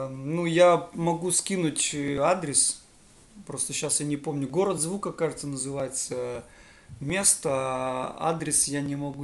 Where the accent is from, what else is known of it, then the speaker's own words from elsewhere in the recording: Murino, Leningrad Oblast, Russia; Ну, можно посчитать и город Мурино, потому что я же из Мурино, получается.